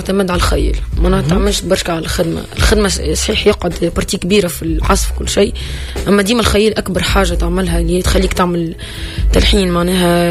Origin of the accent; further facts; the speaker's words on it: Tunisia; بلادنا تونس